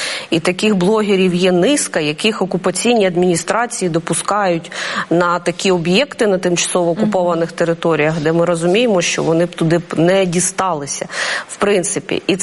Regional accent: Debaltseve, Donetsk Oblast, Ukraine; moved away; Я сама з міста, яке окуповано з 14-го року, з Донеччини, з міста Дебальцево.

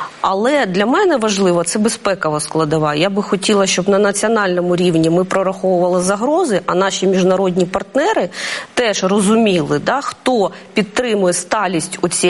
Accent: Debaltseve, Donetsk Oblast, Ukraine; moved away; Я сама з міста, яке окуповано з 14-го року, з Донеччини, з міста Дебальцево.

